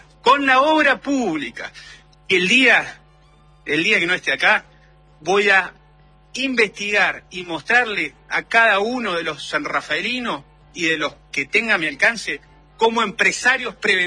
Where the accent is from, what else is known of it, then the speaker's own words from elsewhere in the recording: Argentina; lo más grande que tenemos como argentinos, la ilusión.